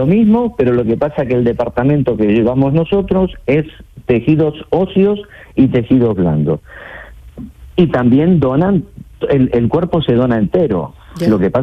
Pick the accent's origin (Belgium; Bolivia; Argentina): Argentina; now in Marbella, Spain; No, no soy de Huelva, no soy español, soy argentino, pero llevo viviendo en España desde el año 81.